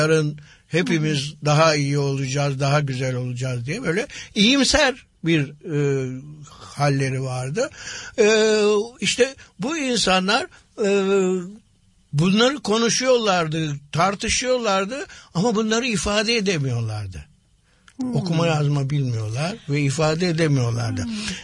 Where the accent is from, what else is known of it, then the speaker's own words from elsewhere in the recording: Istanbul, Turkey; Ben İstanbul'un kenar mahallelerinden birinde, Karagümrük'te doğdum. Ve bir işçi mahallesiydi benim doğduğum yer.